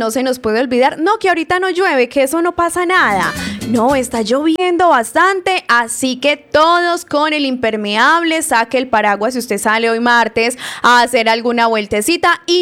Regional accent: Fredonia, Antioquia, Colombia; mi pueblo, Fredonia

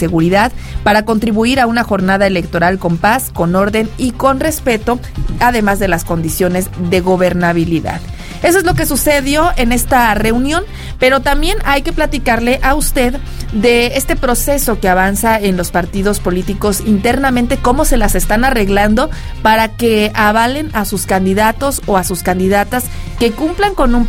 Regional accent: Mexico

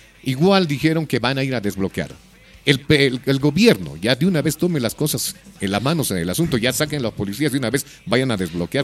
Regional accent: Bolivia; Pudiéndonos unir como bolivianos

